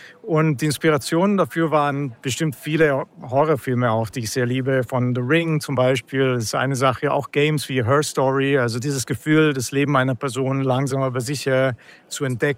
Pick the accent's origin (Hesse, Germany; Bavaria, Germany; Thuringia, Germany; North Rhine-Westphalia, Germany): Bavaria, Germany; Munich; ich komme aus München